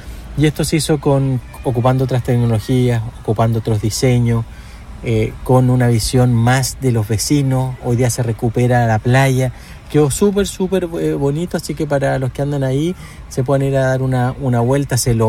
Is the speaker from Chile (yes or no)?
yes; Iquique, Tarapacá, Chile; para los que somos iquiqueños, por Dios, que ha costado ese pedazo de borde costero.